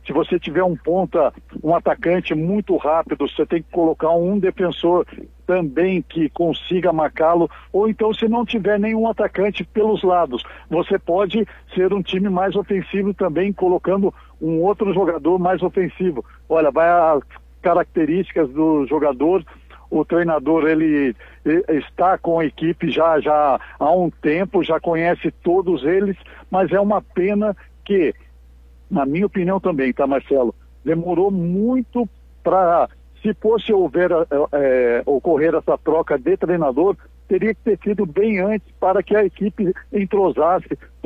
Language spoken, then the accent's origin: Portuguese; Brazil; nós como brasileiros estamos na torcida.